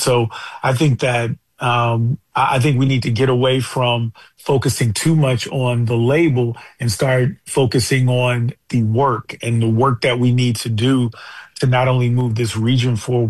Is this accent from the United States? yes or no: yes; United States; born or raised there